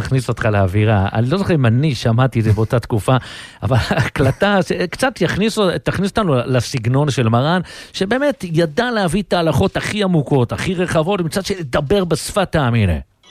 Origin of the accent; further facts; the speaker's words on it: Jerusalem, Jerusalem District, Israel; בתור ילד, בעיקר בתקופות בחירות לדעבונית, אתה יודע, רוצים זה, מגיע בתור ילד ירושלמי, אמנם אשכנזי, מגיע לקבל ליטום, להריח.